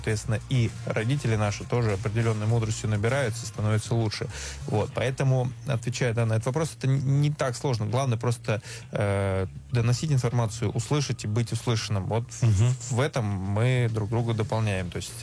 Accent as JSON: {"language": "Russian", "region": "Ural", "country": "Russia", "said": "я тоже с Урала"}